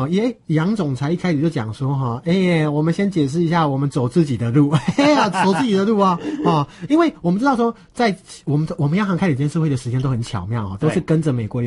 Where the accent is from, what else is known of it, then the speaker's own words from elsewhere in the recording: Nantou County, Taiwan; 以我的家乡南投县来讲啊、哦，